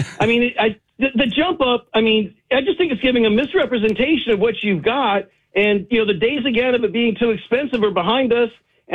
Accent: St. Petersburg, Florida, United States; born there; now in Charleston, United States; I'm from St. Pete.

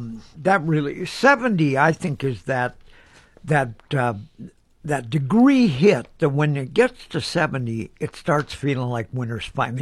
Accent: North Dakota, United States; born there; moved away; also born or lived in northern Minnesota; I grew up in North Dakota originally and then in northern Minnesota

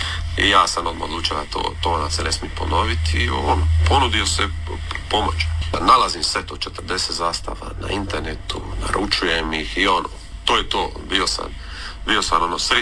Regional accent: Orebić, Dubrovnik-Neretva County, Croatia; also born or lived in Split; dolazim sa Pelješca, točno iz Orebića.

